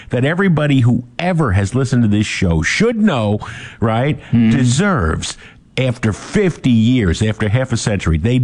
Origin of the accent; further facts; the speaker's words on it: Jersey City, New Jersey, United States; also born or lived in Hoboken; And so I grew up in Jersey City in Hoboken.